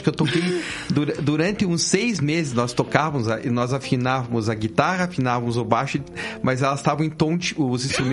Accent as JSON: {"language": "Portuguese", "town": "Guarapuava", "region": "Paraná", "country": "Brazil", "tie": "born or raised there", "said": "Na minha infância, eu sou de Guarapuava"}